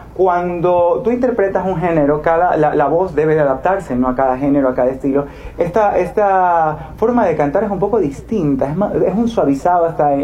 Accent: Ecuadorian coast, Ecuador; todo el equipo, incluyéndome, somos costeños.

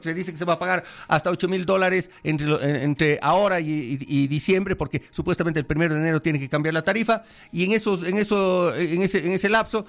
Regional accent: Quito, Pichincha, Ecuador

